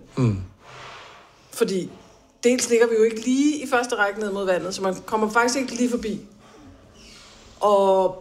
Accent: Copenhagen, Capital Region of Denmark, Denmark; moved away as an adult; now in Bornholm, Denmark; at komme til provinsen som københavner

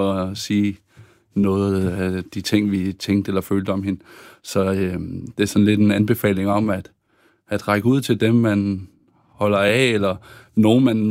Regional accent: Aarhus, Central Denmark Region, Denmark; min opvækst på Aarhus Strand har præget mig i mit arbejde.

